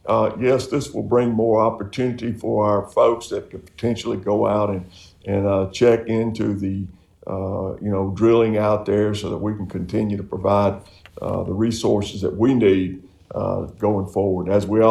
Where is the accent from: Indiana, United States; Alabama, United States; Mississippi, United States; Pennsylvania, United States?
Mississippi, United States; growing up on the Mississippi Gulf Coast, we love to fish.